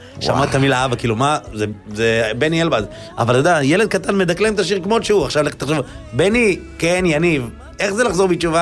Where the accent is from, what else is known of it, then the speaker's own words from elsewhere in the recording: Acre, Northern District, Israel; היה מופע בעכו, איפה שגרתי לפני החתונה. וואו. עיר מולדתי.